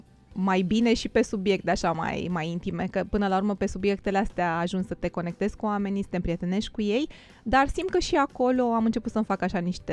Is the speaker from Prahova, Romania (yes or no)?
no; Pitești, Argeș, Romania; Uite, și Diana, sora noastră de dor, până când n-a citit textul meu din carte, nu știa că sunt din Pitești. Pentru că păream destul de bine integrat aici.